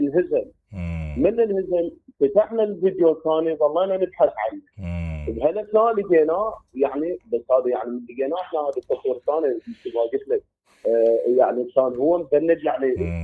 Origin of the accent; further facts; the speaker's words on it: Iraq; عندنا بالعراق